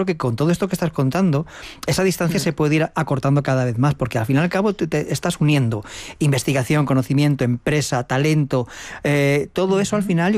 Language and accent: Spanish; Casasimarro, Castilla-La Mancha, Spain; soy castellano manchego, yo soy de un pueblo de Cuenca que se llama Casasimarro